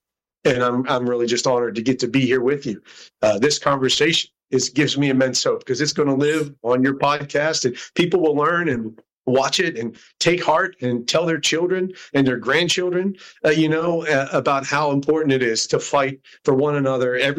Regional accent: Morgantown, West Virginia, United States; born there; Well, I was born in Morgantown, and my mom's from Greenbrier County, more far southern, Nicholas Greenbrier areas. My dad's from up in Altoona, PA, railroad country. And they met up around Morgantown, so that's where I came into the picture.

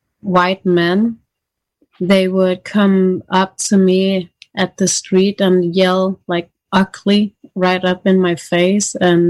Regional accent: Greenland; we are from Greenland

